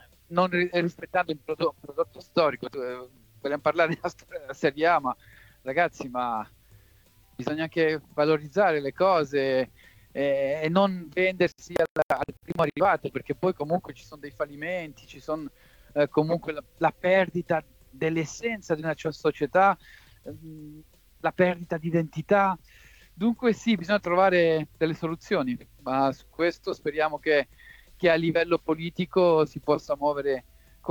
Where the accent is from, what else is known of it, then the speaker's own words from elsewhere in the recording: Geneva, Switzerland; io sono cresciuto a Ginevra